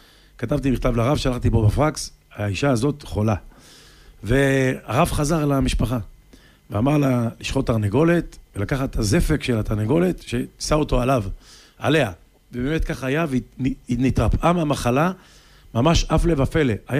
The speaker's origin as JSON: {"language": "Hebrew", "town": "Netanya", "region": "Central District", "country": "Israel", "said": "אני באתי מנתניה, צ'לניה, וכל החבר'ה"}